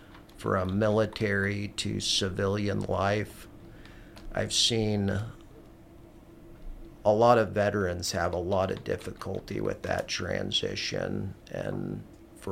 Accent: Springfield, Oregon, United States; moved away as an adult; now in mid-Missouri, United States; I haven't spent my whole life here. I was born in Springfield, Oregon

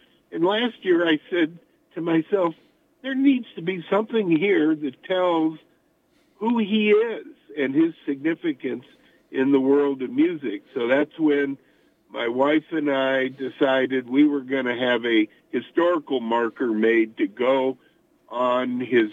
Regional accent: Glendale, Missouri, United States; I grew up in Glendale, which is between Webster and Kirkwood

